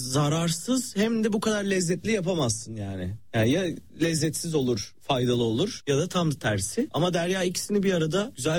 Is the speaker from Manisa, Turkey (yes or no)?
yes; Salihli, Manisa, Turkey; moved away; benim memleketim.